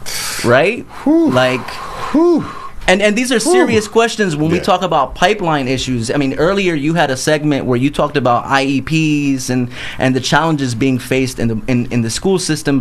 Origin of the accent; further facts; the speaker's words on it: New Jersey, United States; so I grew up in New Jersey. I'm a disabled Puerto Rican kid.